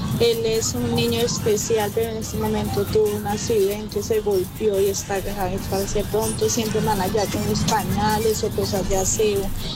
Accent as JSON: {"language": "Spanish", "town": "Payandé", "region": "Tolima", "country": "Colombia", "said": "Yo soy de Payandé."}